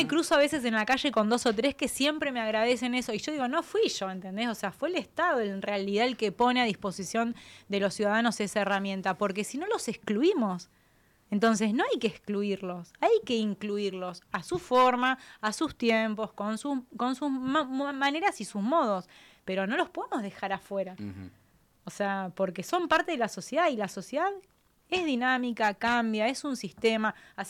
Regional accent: Argentina; now in Santa Cruz, Argentina; Voy a hablar como ciudadana argentina.

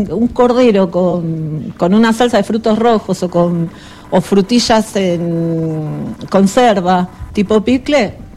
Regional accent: Buenos Aires, Argentina; moved away as an adult; now in Patagonia, Argentina; yo soy nacida y criada en Buenos Aires y trabajé en Buenos Aires, ahí arranqué, pero ya hace 20 años que vivo acá.

